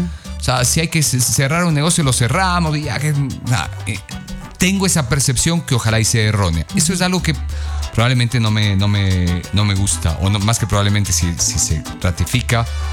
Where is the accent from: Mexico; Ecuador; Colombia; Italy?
Ecuador; Sierra; yo quizás soy más de la sierra